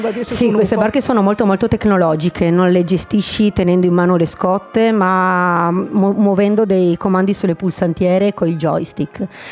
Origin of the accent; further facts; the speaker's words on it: Trieste, Friuli-Venezia Giulia, Italy; io sono cresciuta qua a Trieste, quindi sono cresciuta con la barcolana